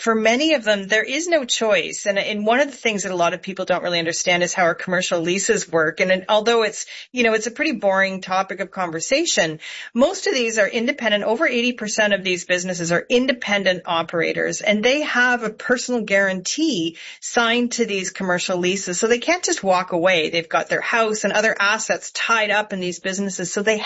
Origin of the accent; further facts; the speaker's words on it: Canada; as a Canadian living our life